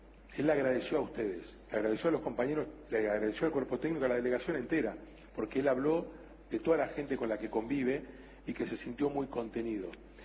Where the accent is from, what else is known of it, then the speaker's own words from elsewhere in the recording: Argentina; Somos así los argentinos.